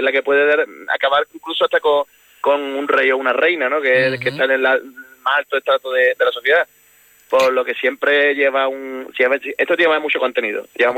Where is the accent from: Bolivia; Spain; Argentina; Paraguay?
Spain; Cádiz, Andalusia; Para nuestra comparsa como gaditano, de poder llevar un trocito de nuestra tierra allí